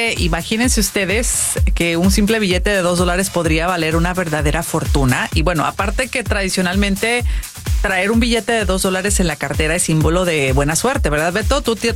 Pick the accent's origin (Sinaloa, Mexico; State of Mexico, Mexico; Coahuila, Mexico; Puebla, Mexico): Sinaloa, Mexico; now in United States; como decimos en mi tierra en Sinaloa